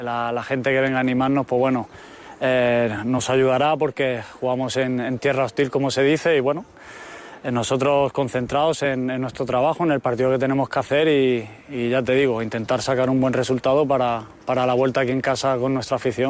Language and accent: Spanish; Granada, Andalusia, Spain; born there; also born or lived in Ibiza; yo nací en Granada, vuelvo al sitio donde nací, que es mi tierra junto con Ibiza.